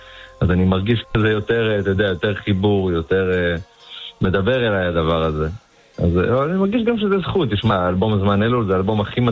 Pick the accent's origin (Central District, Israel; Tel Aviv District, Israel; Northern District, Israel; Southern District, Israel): Southern District, Israel; Tifrach; אני גם גדלתי בבית, אבא שלי חזן כבר, לא יודע כמה שנים, בבית כנסת בתפרח.